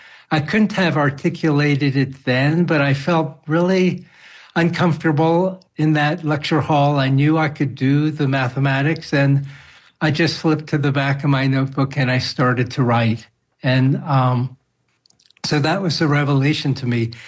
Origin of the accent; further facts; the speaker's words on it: Queens, New York, United States; also born or lived in Long Island; As a Chinese American, I was born in Manhattan, grew up in Fresh Meadows, Queens, and then on Long Island.